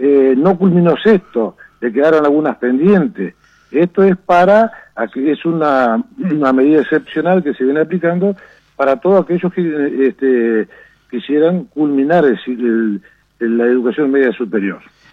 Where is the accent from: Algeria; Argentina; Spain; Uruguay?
Uruguay; Salto; yo soy de Salto